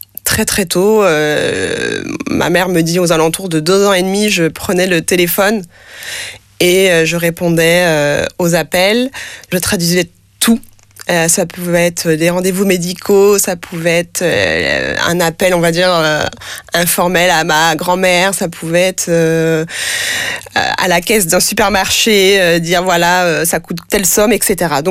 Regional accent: France; first language French Sign Language

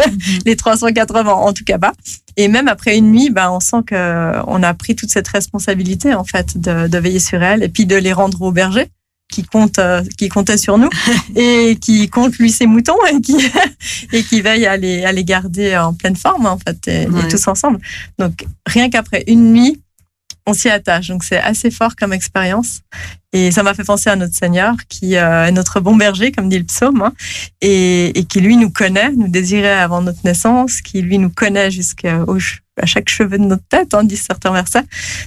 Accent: Geneva, Switzerland

